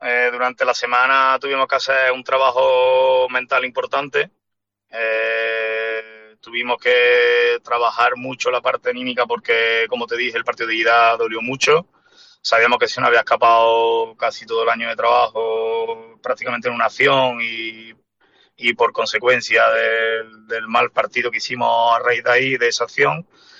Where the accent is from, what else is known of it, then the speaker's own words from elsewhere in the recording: Córdoba, Andalusia, Spain; yo soy muy cordobés, soy muy de valorar el producto cordobés de esta localidad, de la provincia